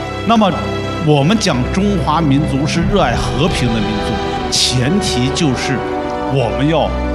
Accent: China; 我们中国人要挺直了脊梁，

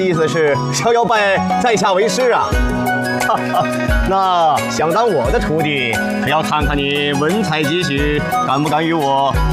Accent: Tangshan, Hebei, China; 我家乡唐山

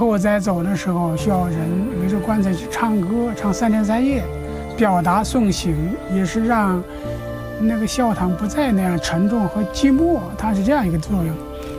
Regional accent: Shaanxi, China; 一个呢就是矿山，一个呢就是我的老家陕南。这个地方它是处于一个秦岭和伏牛很多山系的夹角地带吧

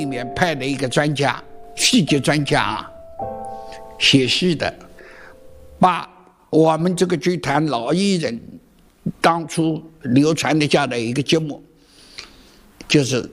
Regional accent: Huzhou, Zhejiang, China; born there; also born or lived in Guangde, Anhui; 家里逃难的跟人家逃难到湖州。

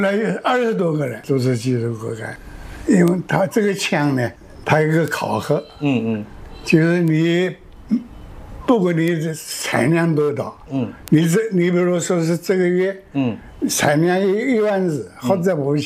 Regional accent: Jiangsu, China; 我老家是江苏的，我是五七年

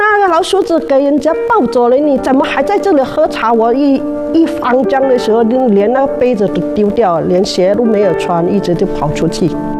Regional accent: Jieyang, Guangdong, China; 我来自广东揭阳，

